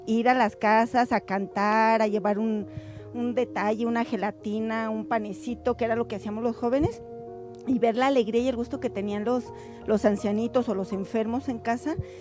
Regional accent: Guadalajara, Jalisco, Mexico; soy no, de Guadalajara, de la parroquia de San Pedro Tlaquepaque.

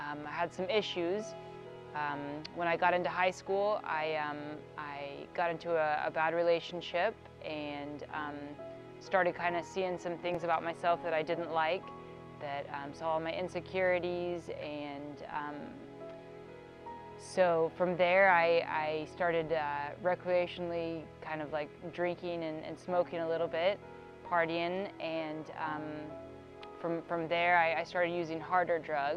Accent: Tulsa, Oklahoma, United States; I'm 29 years old. I'm from Tulsa, Oklahoma. I was born and raised in Tulsa. I come from a good family. Born and raised Catholic

